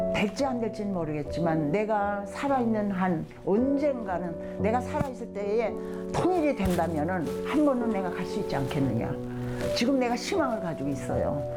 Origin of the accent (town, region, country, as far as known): North Korea; born or raised there; now in South Korea